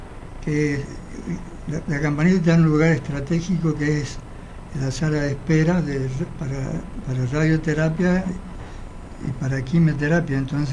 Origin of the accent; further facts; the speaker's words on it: San Juan, Argentina; born there; moved away; also born or lived in Córdoba; Yo nací en San Juan. Uh-huh. Pero me quedé en Córdoba hasta el 82.